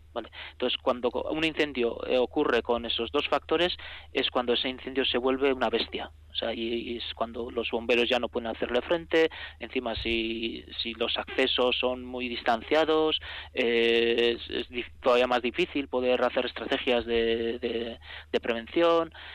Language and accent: Spanish; Basque Country, Spain